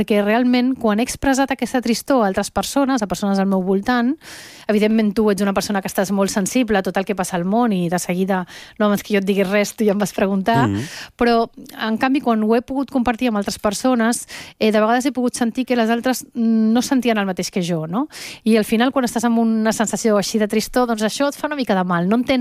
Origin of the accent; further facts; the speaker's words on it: Venezuela; accent: Venezuelan; now in Barcelona, Spain; Perquè jo quan vaig arribar de Venezuela, vaig venir directe de Venezuela aquí a Barcelona, parlava un català amb accent veneçolà